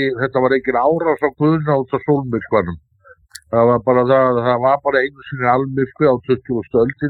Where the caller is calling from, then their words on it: Northern Iceland, Iceland; ég er að norðan líka.